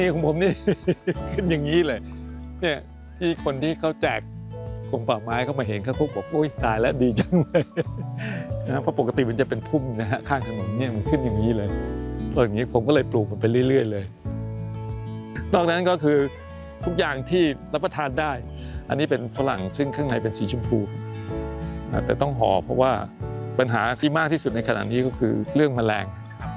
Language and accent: Thai; Lang Suan, Chumphon, Thailand; born there